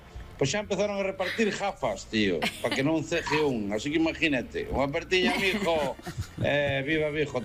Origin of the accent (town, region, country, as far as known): Arbo, Galicia, Spain